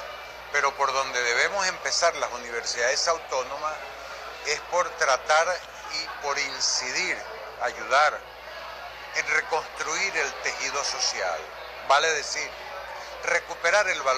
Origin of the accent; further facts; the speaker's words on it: Venezuela; que entendamos que todos somos venezolanos.